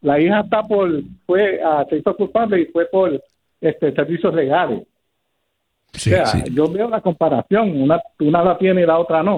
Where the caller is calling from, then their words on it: Ponce, Puerto Rico; de Ponce.